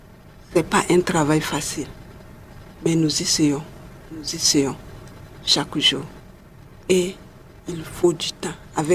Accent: Côte d’Ivoire; Si chez nous en Côte d'Ivoire, partout ailleurs, notre monde est déchiré.

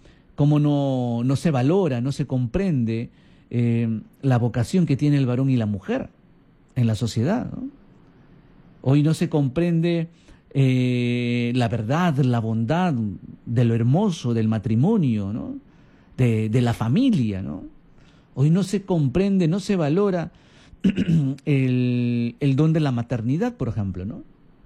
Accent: Peru; estamos perdiendo el sentido de identidad como peruanos, como católicos

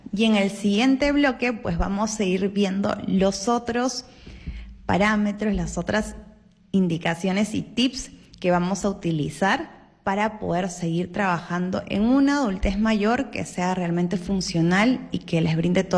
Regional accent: Peru; Porque usualmente nosotros como peruanos, pues, solemos servir la mitad del plato de arroz

